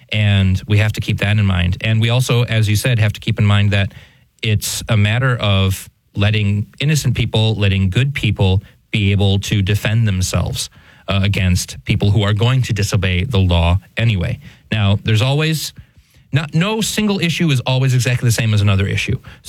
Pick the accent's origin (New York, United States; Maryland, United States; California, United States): New York, United States; the People's Republic of New York, my home state